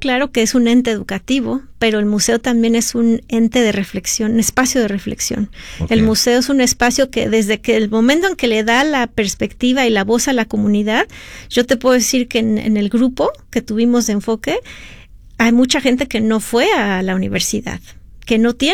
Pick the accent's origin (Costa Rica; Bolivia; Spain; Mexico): Mexico; precisamente por mi en todo lo que me involucré con las comunidades indígenas en mi país, se me ocurrió crear cómo un telar